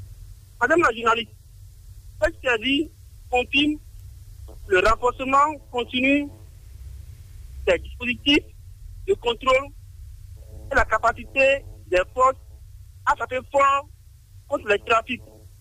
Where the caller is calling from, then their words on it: Cotonou, Littoral, Benin; Je vous appelle de Tipadi, à Cotonou.